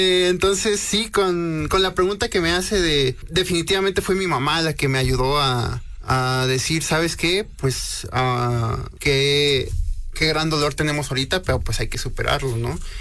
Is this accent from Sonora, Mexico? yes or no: yes; Sonora, Mexico; moved away; also born or lived in Las Vegas; soy de Sonora.